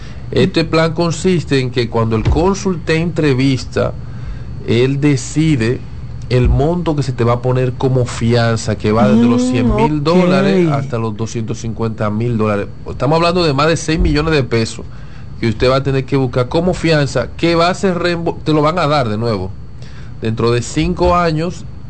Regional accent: Dominican Republic; lo que nosotros como dominicanos vemos a diario.

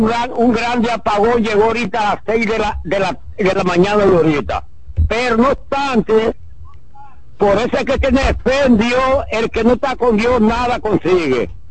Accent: Duvergé, Independencia, Dominican Republic; born there; Duvergé está ahí, mi pueblo, Duvergé de mis amores.

